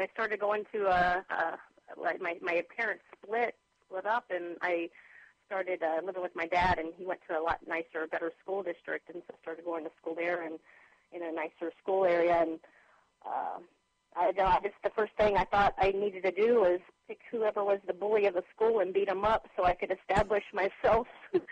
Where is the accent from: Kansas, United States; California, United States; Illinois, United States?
Kansas, United States; Kansas City; Kansas City, Kansas. I'm an original Wyandotte. We call ourselves the original Dots now. I'm from Wyandotte County